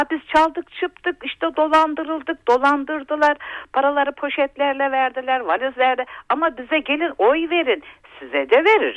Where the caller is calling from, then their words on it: Trabzon, Turkey; Ben Trabzon'dan arıyorum.